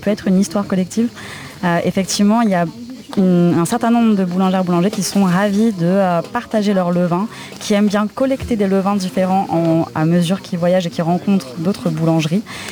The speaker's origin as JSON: {"language": "French", "town": "Paris", "region": "Île-de-France", "country": "France", "said": "Je suis parisienne. Je serai toujours parisienne."}